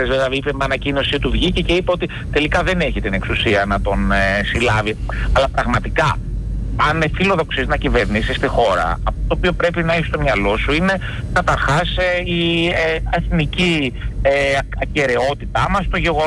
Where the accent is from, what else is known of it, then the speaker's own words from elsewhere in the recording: Thessaloniki, Central Macedonia, Greece; Εγώ μεγάλωσα στη Δυτική Θεσσαλονίκη